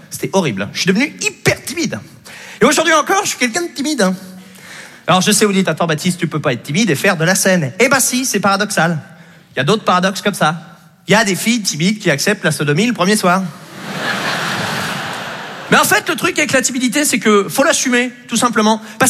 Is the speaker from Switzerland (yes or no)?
no; Normandy, France; J'ai grandi en Basse-Normandie